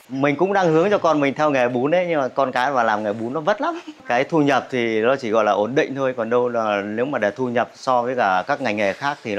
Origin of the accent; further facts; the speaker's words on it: Hanoi, Vietnam; Bún Mạch Tràng quê hương tôi